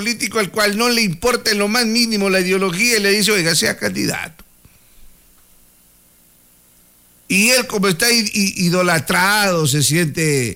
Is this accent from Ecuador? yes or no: yes; Ecuador; Así somos los ecuatorianos.